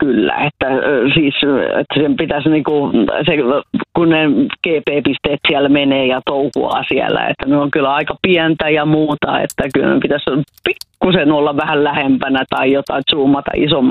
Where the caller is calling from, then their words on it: Kumia, Päijät-Häme, Finland; No se on Lahtea ja Nastolaa ja tässä Alajärven rannalla.